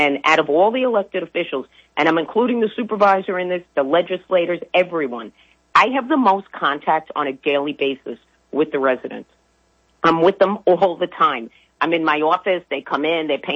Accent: Queens, New York, United States; I grew up in the city. I grew up in Middle Village, Queens. So when I moved to Nassau, I was like, what's going on here?

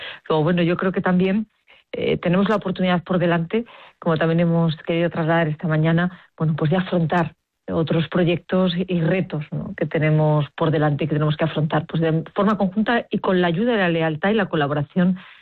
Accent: Granada, Andalusia, Spain; somos los granadinos y las granadinas

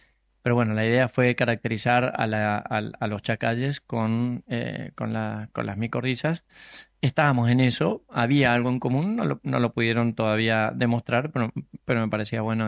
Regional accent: Argentina; hablo ahora como argentino

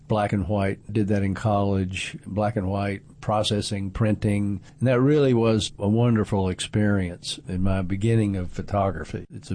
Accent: Chattanooga, Tennessee, United States; In Chattanooga, when I went to Baylor and graduated in 71, and there was nothing to do with art there.

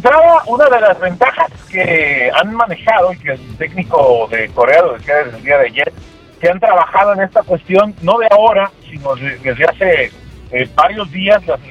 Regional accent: Mexico; los mexicanos, cuando vamos a otros lugares

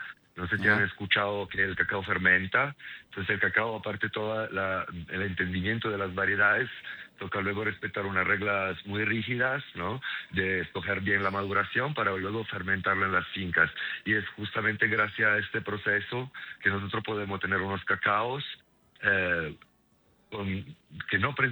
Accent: Italy; accent: Italian; Spanish is a second language; now in Colombia; pues por el acento, ¿no? Soy italiano

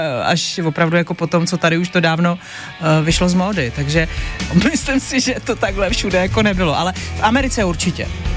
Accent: Vrchlabí, Hradec Králové Region, Czechia; moved away; já jsem z Vrchlabí a k nám to, co bylo v Praze, tak k nám do hor, to došlo tak za 3 roky.

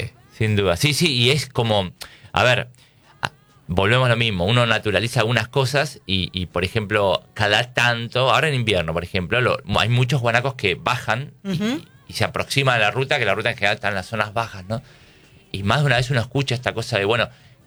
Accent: Buenos Aires, Argentina; O bueno, yo me crié en Buenos Aires y el otoño llegaba el 21 de marzo.

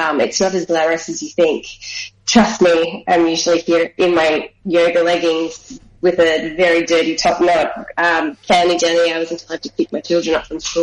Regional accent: Melbourne, Victoria, Australia; So I was born here in Melbourne. My parents were born in northeastern Victoria in a rural country town called Myrtleford to Italian migrant parents. So I'm technically second generation Australian.

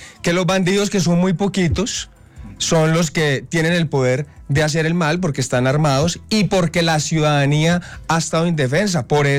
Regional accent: Cali, Valle del Cauca, Colombia; toda mi tierra, Cali, el Valle del Cauca

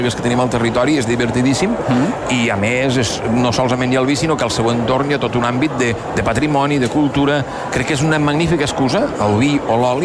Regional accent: Lleida, Catalonia, Spain; Sóc un lleidatà com toc, diguéssim.

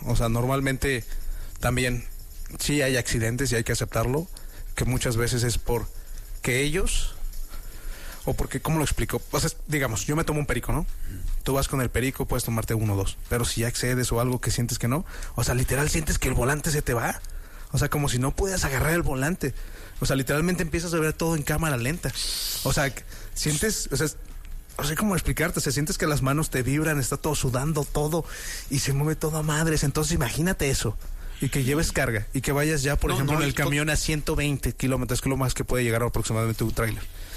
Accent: Villa de Reyes, San Luis Potosí, Mexico

